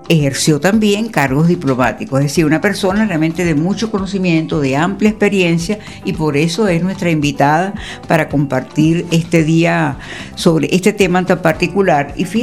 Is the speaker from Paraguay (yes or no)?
no; Venezuela